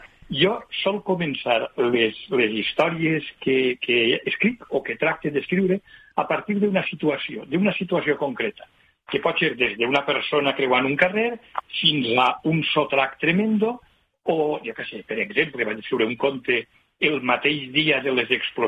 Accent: Valencian Community, Spain; jo soc d'ací, jo soc de la Plana, jo he viscut a Almassora 4 anys

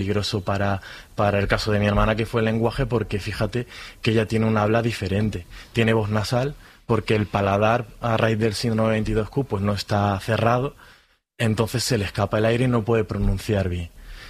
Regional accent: Granada, Andalusia, Spain; Yo soy de Granada, ¿no? O sea, que estamos al lado, ¿no?

